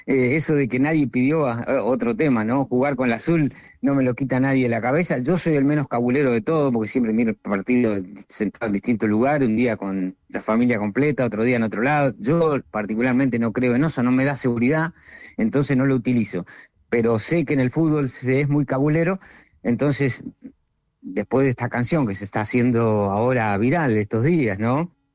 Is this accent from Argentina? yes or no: yes; Argentina; now in Barcelona, Spain